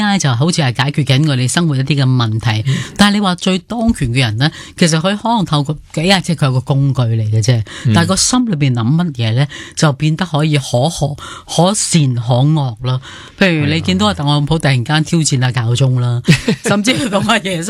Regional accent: Hong Kong; 因为我哋都系土生土长香港人

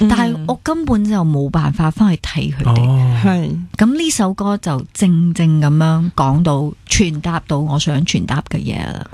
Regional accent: Malaysia; 我觉得好难去定义我哋马来西亚人做嘅 jazz

